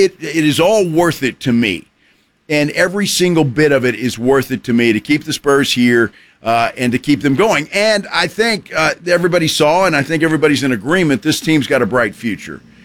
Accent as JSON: {"language": "English", "town": "San Antonio", "region": "Texas", "country": "United States", "said": "people find out I'm from San Antonio."}